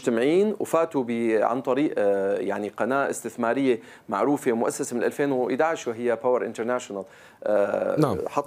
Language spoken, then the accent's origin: Arabic; Syria; عن بلدنا سوريا